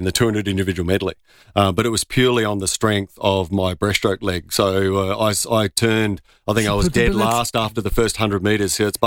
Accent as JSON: {"language": "English", "town": "Modbury", "region": "South Australia", "country": "Australia", "tie": "born or raised there", "said": "Modbury I grew up in. Yeah. So okay. I was a Clovercrest Swim School graduate from many years ago."}